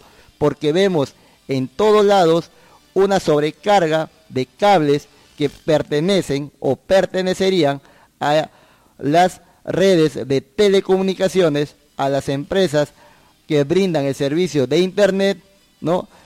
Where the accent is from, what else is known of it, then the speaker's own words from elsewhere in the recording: La Rioja, Spain; manchando una imagen que todos nosotros como riojanos queremos constru